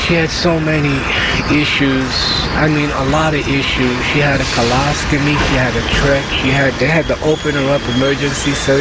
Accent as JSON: {"language": "English", "town": "Brooklyn", "region": "New York", "country": "United States", "tie": "born or raised there", "said": "I grew up right here in Brooklyn."}